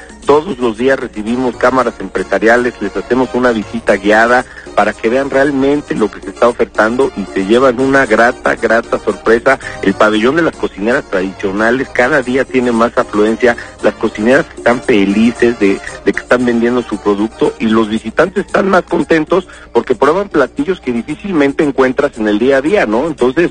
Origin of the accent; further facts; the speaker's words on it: Mexico; lo que somos los mexicanos